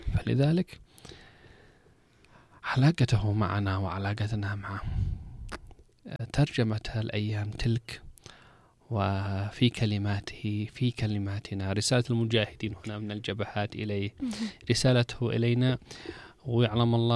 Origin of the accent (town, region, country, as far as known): Yemen